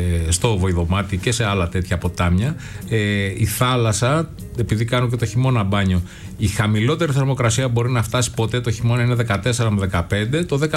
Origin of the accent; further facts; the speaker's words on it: Corfu, Ionian Islands, Greece; now in Attica, Greece; την Κέρκυρα, την ιδιαίτερη πατρίδα μου.